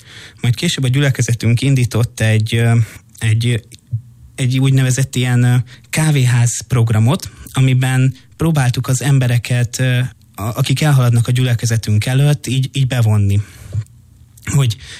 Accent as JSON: {"language": "Hungarian", "region": "Budapest", "country": "Hungary", "tie": "born or raised there", "said": "Békásmegyeren nőttem föl"}